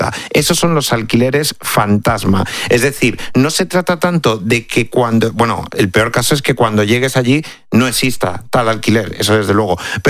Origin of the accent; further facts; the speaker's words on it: Cáceres, Extremadura, Spain; Yo, por ejemplo, que que soy de Cáceres, que soy de Extremadura